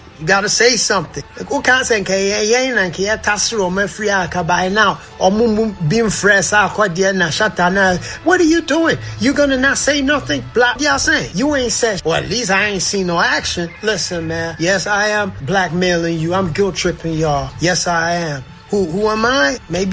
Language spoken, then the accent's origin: English; Ghana; I am Ghanaian.